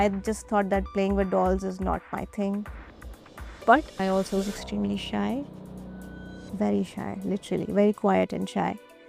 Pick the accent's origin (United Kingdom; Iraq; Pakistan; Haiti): Pakistan; Karachi, Sindh; I'm from Karachi, Pakistan, and I'm a marketer.